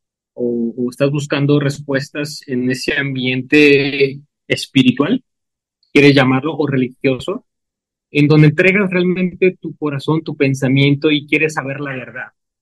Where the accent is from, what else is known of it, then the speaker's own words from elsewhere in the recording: Mexico; Estudié medicina, soy de México, estudié medicina en Puebla y hice la especialidad de anestesiología.